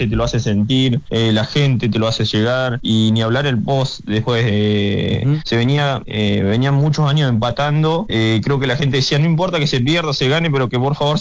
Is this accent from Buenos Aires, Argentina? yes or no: no; Neuquén, Argentina